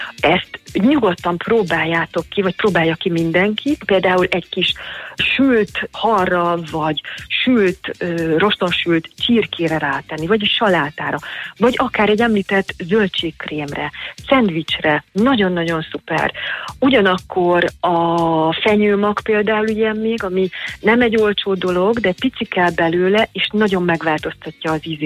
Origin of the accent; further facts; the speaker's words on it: Hungary; Tehát, hogyha én magyarként így kezdeném a reggelit, és úgy folytatnám, hogy Magyarországon megszoktam